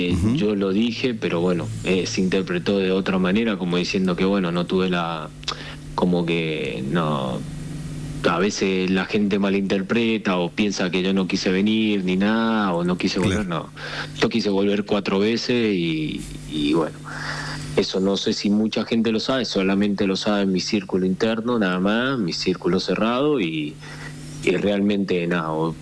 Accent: San Juan, Argentina; moved away as an adult; now in Uruguay; yo nací de los 4 años en San Juan. Jugué en San Martín, crecí en San Martín, me formé en San Martín

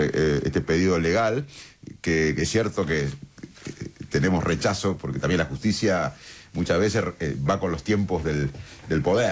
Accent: Argentina

